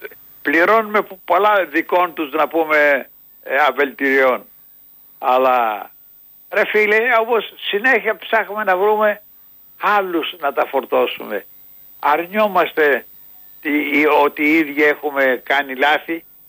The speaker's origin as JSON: {"language": "Greek", "country": "Greece", "said": "εμείς σαν Έλληνες γνήσιοι, έστω και τα γαρόβλαχοι ακόμη, γνήσιοι"}